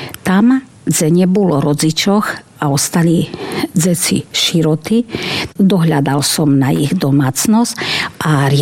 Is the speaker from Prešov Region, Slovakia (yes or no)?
yes; Ďačov, Prešov Region, Slovakia; Narodila som sa v dedinke v Ďačove pri Lipanoch rodičom … Mám 4 bratov a 1 sestru.